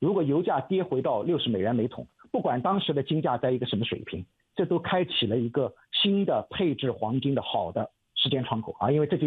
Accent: China; 我们中国人

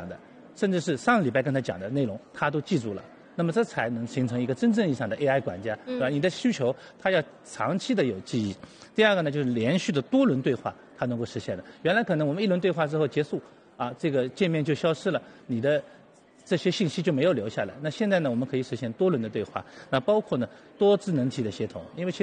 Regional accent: China

